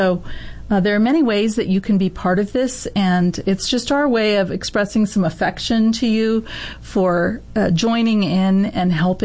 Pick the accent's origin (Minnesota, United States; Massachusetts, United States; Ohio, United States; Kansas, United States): Kansas, United States; Minneola; And then if we go towards my hometown of Mineola, which we heard from earlier tonight